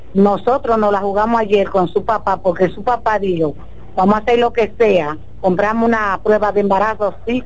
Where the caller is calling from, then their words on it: Licey al Medio, Santiago, Dominican Republic; de Santiago, de Licey al Medio.